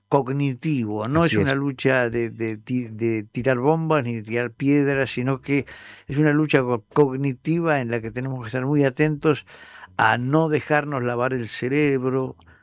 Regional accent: Argentina; moved away as an adult; now in Spain

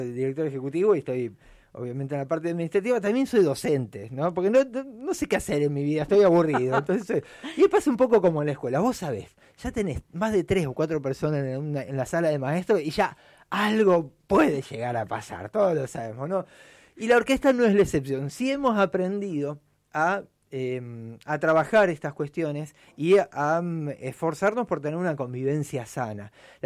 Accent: Rosario, Santa Fe, Argentina; now in Cipolletti, Argentina; En la mayoría de los lugares en Argentina, de donde yo vengo, Rosario

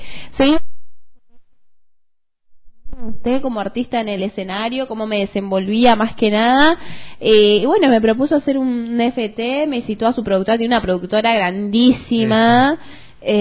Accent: Jujuy, Argentina; Yo soy jujeña

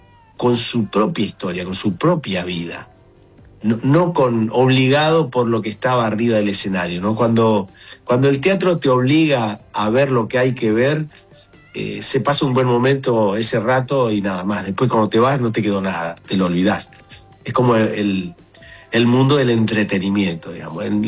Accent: Colombia; Venimos de Colombia a hacer una experiencia preciosa.

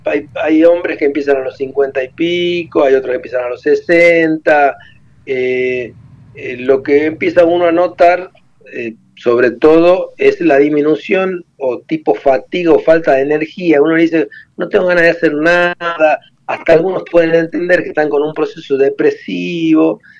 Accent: Córdoba, Argentina; now in Paraná, Argentina; Yo nací, me crié en el barrio de Alberdi.

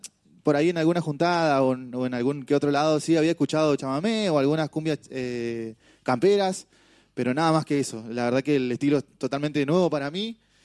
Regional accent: General Roca, Río Negro, Argentina; No, sí, sí, de Roca, nacido y criado en Roca, Barrio Nuevo, Las 500.

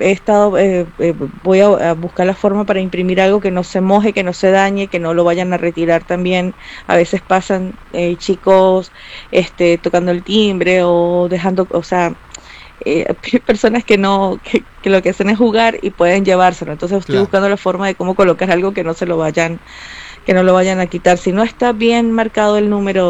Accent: Venezuela; now in Mendoza, Argentina; Yo soy venezolana, sí.

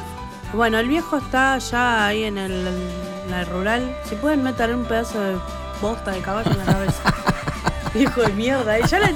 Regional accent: Argentina; nosotros somos argentinos

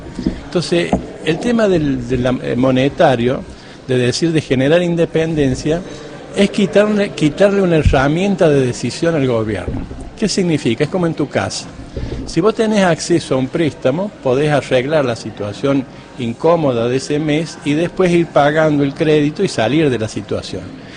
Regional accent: Argentina; el problema que tenemos como argentinos

